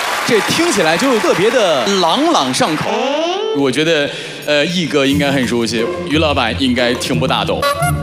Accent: Qingdao, Shandong, China; 因为博山话跟我们青岛话差的很多。

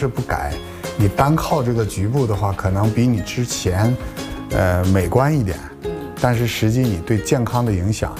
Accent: China; 发了一个我们中国人的方面的一个研究

